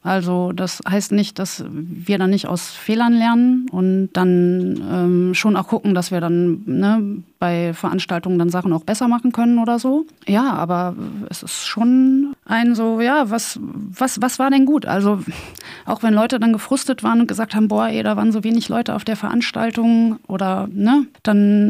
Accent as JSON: {"language": "German", "region": "North Rhine-Westphalia", "country": "Germany", "tie": "born or raised there"}